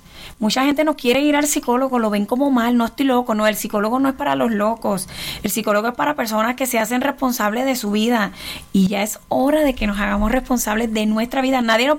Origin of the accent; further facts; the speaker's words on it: Puerto Rico; Soy de Puerto Rico.